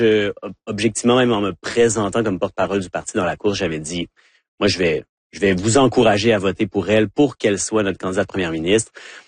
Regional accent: Vanier, Ontario, Canada; born there; Oui, je suis né à Vanier, en face du marché du store. Mais donc je suis un deuxième génération.

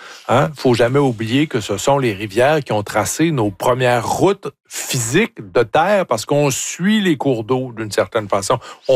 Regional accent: Cookshire, Quebec, Canada; Moi, j'avais un voisin quand j'étais petit. Je viens, je le répète, de Cookshire, comme disent les anglophones, qui partait de Cookshire jusqu'à Sherbrooke à pied une fois par semaine.

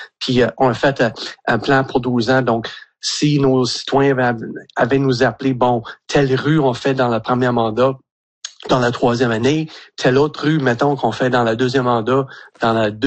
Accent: Petit-Cadillac, Quebec, Canada; Puis moi, je suis natif de Petit-Cadillac, puis même dans les années 70-80, un petit village de 15-16 personnes, on avait une piscine municipale.

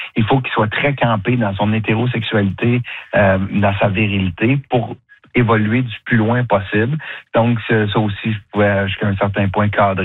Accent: Drummondville, Quebec, Canada; moi je viens de Drummond, je l'ai dit, là.

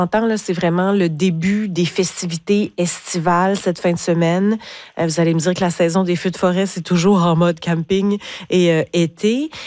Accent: Quebec, Canada; chez nous au Québec.

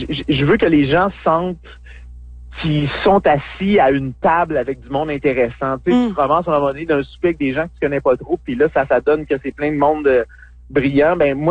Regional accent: Quebec, Canada; moi je viens du Saguenay

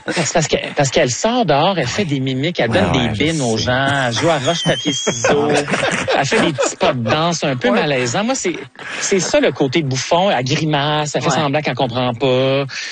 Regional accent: Quebec, Canada; on l'aime, on est Québécois, on veut qu'elle réussisse

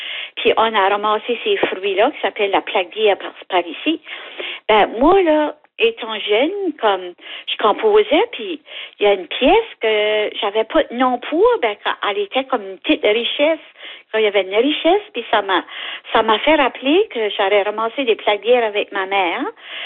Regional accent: Pointe-Sapin, New Brunswick, Canada; moi j'ai grandi à Pointe-Sapin.

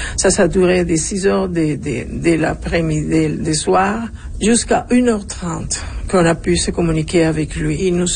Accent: Macuto, La Guaira, Venezuela; now in Montreal, Canada; La Guaira, Macuto, c'est là où j'ai grandi.

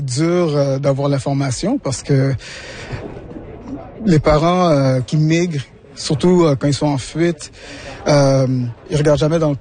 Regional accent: Quebec, Canada; Donc puisque je suis québécois d'origine haïtienne, je trouvais intéressant de me mettre dedans

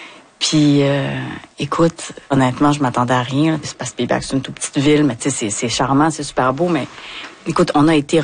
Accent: Hauterive, Quebec, Canada; Je suis de Haute-Rive, moi.

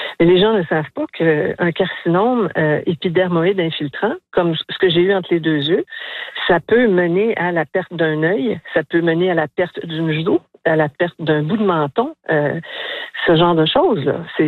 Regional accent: Magdalen Islands, Quebec, Canada; Je suis de la Madeleine, puis tout le monde m'accroche et me parle de ça.

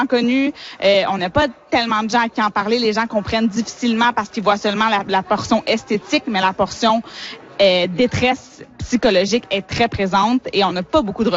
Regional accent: Quebec, Canada; Moi, je suis québécoise, donc je m'y connais un petit peu moins là, de ce qui est couvert en Ontario

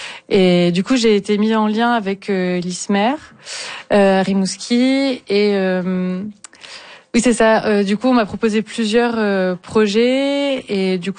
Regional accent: Toulouse, Occitanie, France; Oui, je suis française.

